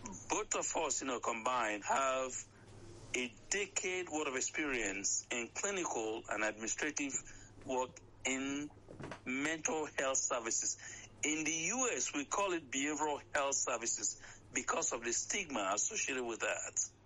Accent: Nigeria; now in United States; I am also a Nigerian, but I am here in the U.S.

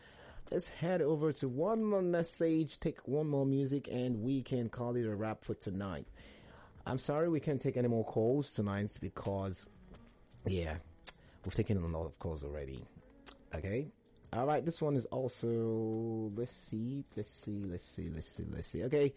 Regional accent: Anambra, Nigeria; I'm from Anambra State.

